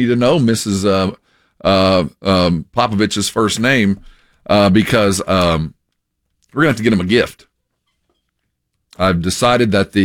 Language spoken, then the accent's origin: English; San Antonio, Texas, United States; I'm not, I'm from San Antonio.